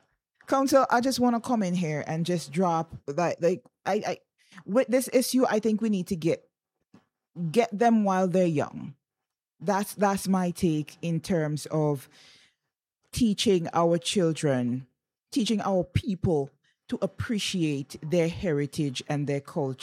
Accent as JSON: {"language": "English", "country": "St. Vincent & Grenadines", "said": "our country here in St. Vincent"}